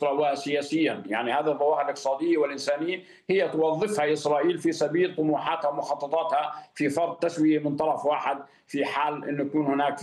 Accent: Palestine; أنا ملزم كفلسطيني

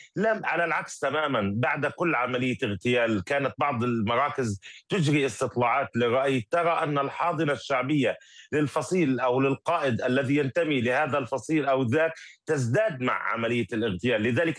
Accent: Palestine; اعتدنا كفلسطينيين

